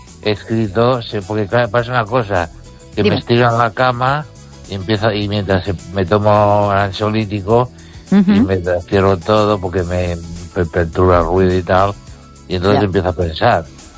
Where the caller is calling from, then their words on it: Ourense, Galicia, Spain; desde Orense.